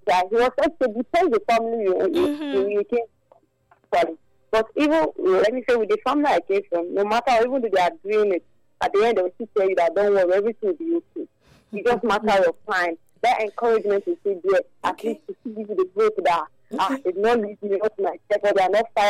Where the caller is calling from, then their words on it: Nigeria; From Urama.